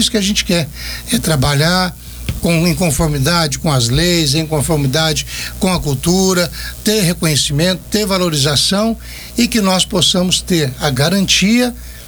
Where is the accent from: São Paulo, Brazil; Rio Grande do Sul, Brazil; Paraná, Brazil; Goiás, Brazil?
Goiás, Brazil; Anápolis; sou de Anápolis